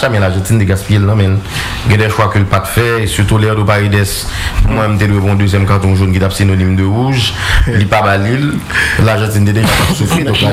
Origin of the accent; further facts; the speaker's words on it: France; Après, je viens de la France.